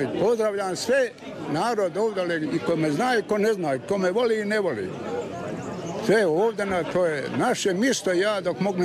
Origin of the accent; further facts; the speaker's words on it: Gornja Vratna Gora, Bosnia & Herzegovina; born there; moved away as an adult; also born or lived in Germany; Rođen sam u Gornjoj Vratnoj Gori. Godišnje sam 53. Otišao sam 72. u Njemačku. Vratio sam se nazad.